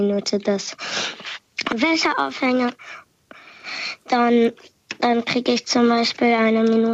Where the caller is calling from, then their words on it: Hanover, Lower Saxony, Germany; Ich bin 7 und ich komme aus Hannover.